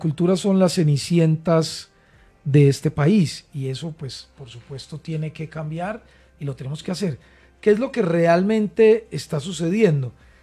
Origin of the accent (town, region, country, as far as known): Colombia